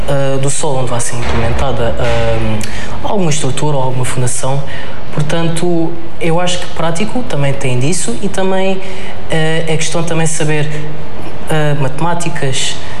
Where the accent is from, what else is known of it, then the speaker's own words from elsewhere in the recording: Lisbon, Portugal; moved away as an adult; now in Algarve, Portugal; eu sou de Lisboa